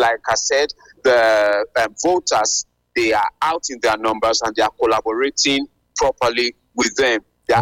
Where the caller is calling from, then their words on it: Uzare, Edo, Nigeria; I'm Uzare in Esako West Local Government Area, Edo North Senatorial District.